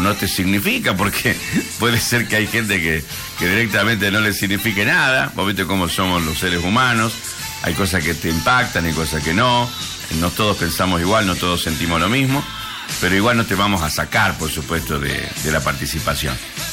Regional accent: Argentina; igual somos argentinos

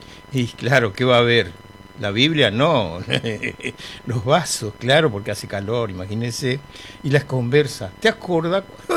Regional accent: Presidencia de la Plaza, Chaco, Argentina; moved away; mi gente del Chaco, Presidencia de la Plaza, mi pueblo

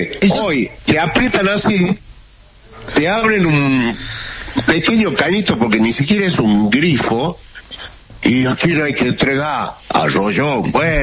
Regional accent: Salta, Argentina; Sí, porque somos salteños

